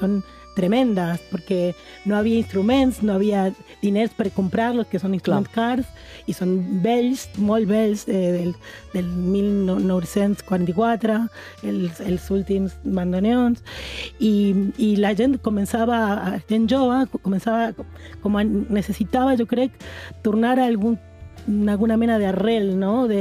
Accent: Mendoza, Argentina; moved away; Ezequiel i jo ni tan sols som de Buenos Aires, som de Mendoza.

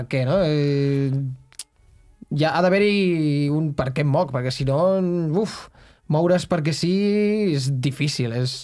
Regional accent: Blanes, Catalonia, Spain; jo soc de Blanes

